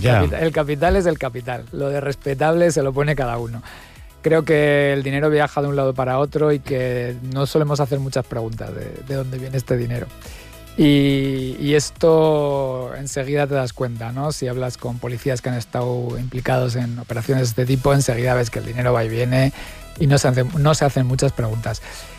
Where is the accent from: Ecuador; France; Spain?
Spain; Navarre; Soy navarro, claro, claro.